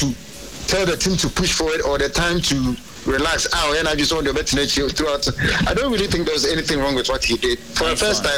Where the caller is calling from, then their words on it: Ghana; I'm calling from Atasuma.